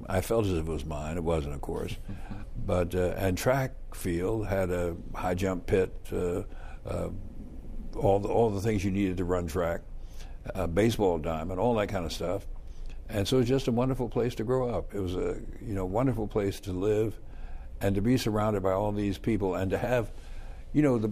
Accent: Nashville, Tennessee, United States; born there; I was born in Nashville, Tennessee, January 14, 1940.

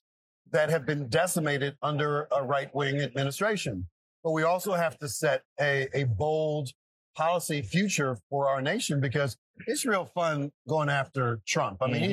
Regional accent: Chicago, Illinois, United States; moved away as an adult; now in Philadelphia, United States; I'm a Chi-Delphian. I was born and raised in Chicago.

